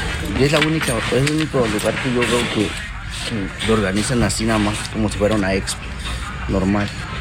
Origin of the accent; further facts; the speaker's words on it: Tabasco, Mexico; now in Cancún, Mexico; Yo soy de Tabasco, pero radico en Cancún.